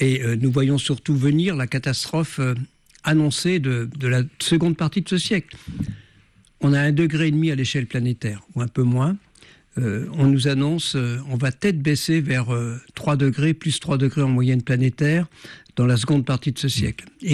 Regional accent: Brittany, France; je suis breton d'origine

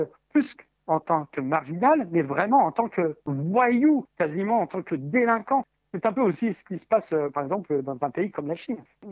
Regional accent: Bourgogne-Franche-Comté, France; now in Île-de-France, France; ma région natale, à cette belle terre bressane qui m'accueille encore quand je reviens d'Île-de-France plusieurs fois dans l'année.

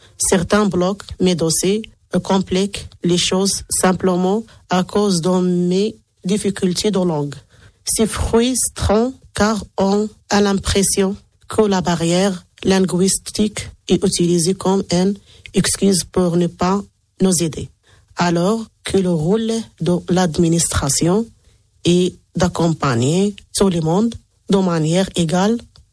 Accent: Morocco; French is a second language; now in France; je suis marocaine.

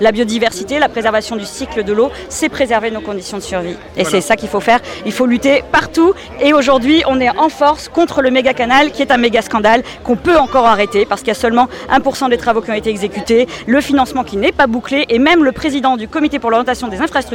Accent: Toulouse, Occitanie, France; Hein, je viens de Toulouse, où on s'est largement battu et on continuera à se battre d'ailleurs contre l'autoroute A69

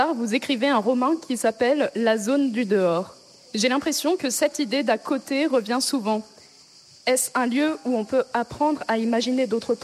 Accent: Lyon, Auvergne-Rhône-Alpes, France; Je suis lyonnaise.

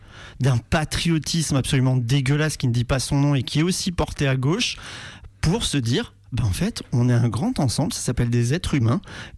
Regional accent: Grand Est, France; parce que je viens de l'Est, d'Alsace

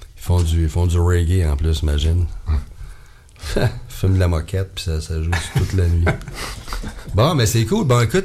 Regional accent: Auvergne-Rhône-Alpes, France; accent: Ardèche; C'est derrière la quartier, juste après les Oliviers. On parle tous comme ça là-bas.

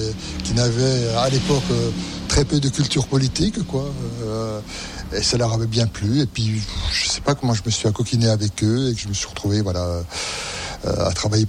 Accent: Besançon, Bourgogne-Franche-Comté, France; born or raised there; also born or lived in Lons-le-Saunier

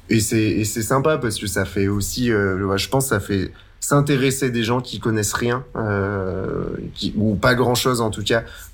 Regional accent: Saint-Étienne, Auvergne-Rhône-Alpes, France; En plus, on est stéphanois et on ose chanter en occitan, alors oulala, attention.

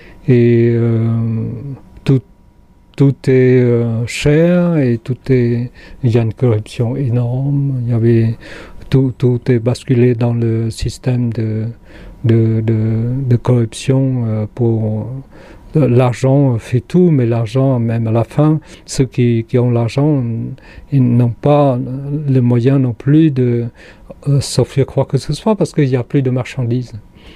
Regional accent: Cambodia; French is a second language; moved away as an adult; now in France; À l'époque, c'était en avril 1975, j'ai quitté le Cambodge.

